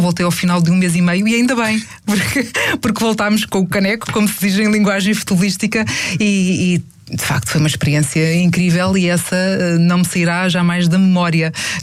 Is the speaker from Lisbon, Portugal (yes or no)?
yes; Lisbon, Portugal; como sou de Lisboa